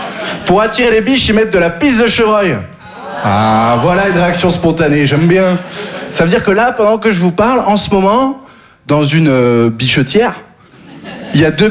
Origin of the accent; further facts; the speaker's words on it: Occitanie, France; Je viens du Sud, j'ai grandi dans le Gard.